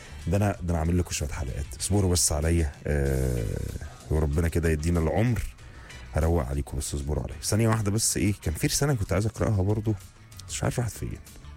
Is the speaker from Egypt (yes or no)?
yes; Egypt; احنا كمصريين بنحب الضغط عشان نعمل كل حاجه بضمير وبذمه